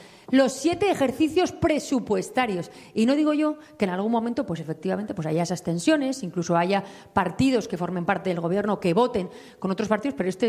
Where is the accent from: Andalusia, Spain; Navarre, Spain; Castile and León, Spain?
Navarre, Spain; Aprovecho a decir, mira, los navarros somos plurales, diversos, navarros que se sienten vascos, navarros que se sienten del mundo